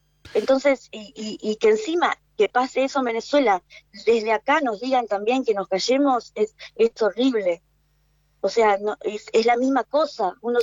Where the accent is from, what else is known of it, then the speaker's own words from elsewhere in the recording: Argentina; Yo soy argentina, tengo familia, toda mi familia es argentina y nos sentimos abandonados, ¿no?